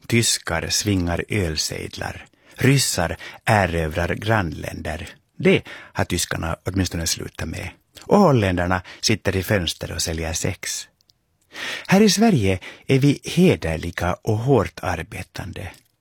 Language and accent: Swedish; Finland; first language Swedish; moved away as an adult; now in Stockholm, Sweden; jag är ju finlandssvensk. Jag kan inte ens finska, jag kan bara svenska.